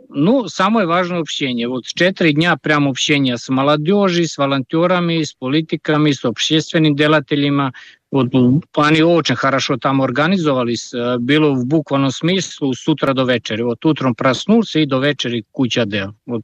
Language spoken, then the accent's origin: Russian; Serbia; Russian is a second language; moved away; Ну как, я просто уехал из Сербии 2013 года, не хотелось больше жить там.